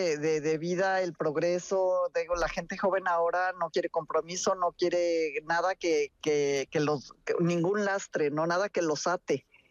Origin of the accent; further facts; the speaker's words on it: Mexico; pinto muy colorido como buena mexicana